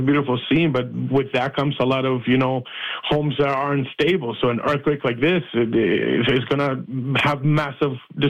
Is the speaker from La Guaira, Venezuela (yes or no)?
yes; La Guaira, Venezuela; now in Windsor, Canada; I'm from La Guaira, Venezuela, which is a half hour away from Caracas on the coastal side.